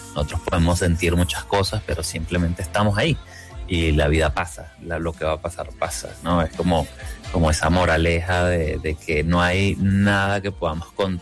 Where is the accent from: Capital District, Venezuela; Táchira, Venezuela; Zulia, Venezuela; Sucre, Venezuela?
Capital District, Venezuela; Caracas; now in Bogotá, Colombia; En 2019 nos mudamos a Bogotá, estamos acá. Somos oriunda de Caracas, Venezuela. Nuestra madre es bogotana y por eso migramos acá a la ciudad.